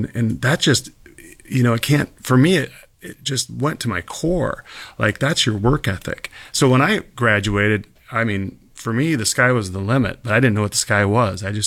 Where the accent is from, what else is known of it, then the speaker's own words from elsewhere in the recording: Nebraska, United States; moved away as an adult; now in Western New York, United States; I grew up in the middle of Nebraska. When I tell people that in the workshop, I get a couple chuckles, which I appreciate because you don't meet a lot of Nebraskans in Western New York. But I grew up in Nebraska, a small farming community